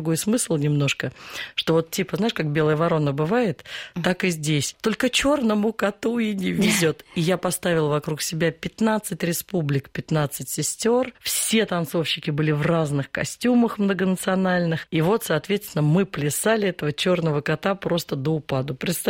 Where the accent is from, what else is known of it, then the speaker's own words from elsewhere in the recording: Russia; born there; я родилась в России